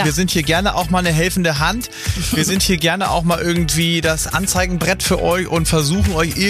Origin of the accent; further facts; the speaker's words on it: Hennstedt, Schleswig-Holstein, Germany; Und bei uns ist jetzt Thomas aus meiner Heimat Henstedt in Dithmarschen.